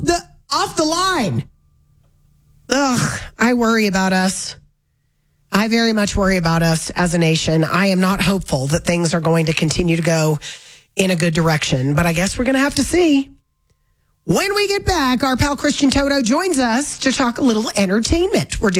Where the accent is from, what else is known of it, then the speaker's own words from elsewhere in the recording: United States; I, as an American